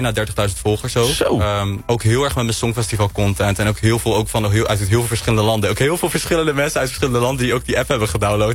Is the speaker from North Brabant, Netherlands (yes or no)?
no; Leimuiden, South Holland, Netherlands; Ik kom uit Leimuiden. Dat niet te verwarren met IJmuiden. Maar het is van een klein dorpje. Het ligt een beetje boven Alphen aan de Rijn onder Schiphol.